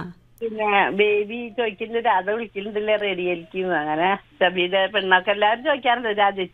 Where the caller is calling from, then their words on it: Eramangalam, Kerala, India; മലപ്പുറം ജില്ല.